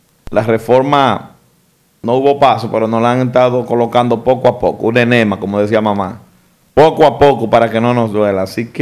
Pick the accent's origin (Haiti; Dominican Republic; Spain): Dominican Republic; lo primero que se paran a socorrer somos los dominicanos